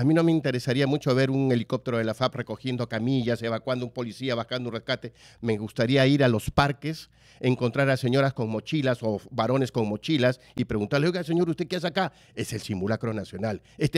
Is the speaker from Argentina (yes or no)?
no; Peru